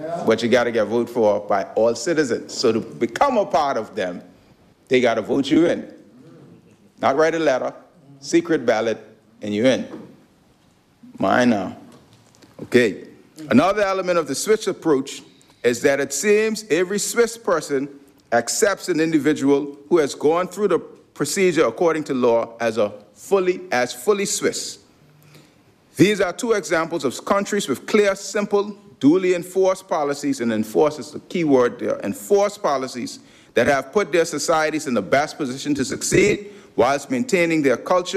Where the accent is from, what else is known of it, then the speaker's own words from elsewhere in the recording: Turks & Caicos Islands; as for the Turks and Caicos Islands, although we are smaller, our situation is even more complex. We are an archipelago, which means we must maintain societies and economies in multiple islands. We are a British overseas territory